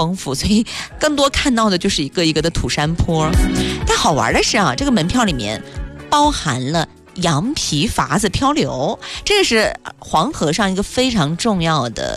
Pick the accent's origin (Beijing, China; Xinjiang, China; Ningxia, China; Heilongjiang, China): Xinjiang, China; moved away; 包括我的家乡新疆，我真没听过吃早茶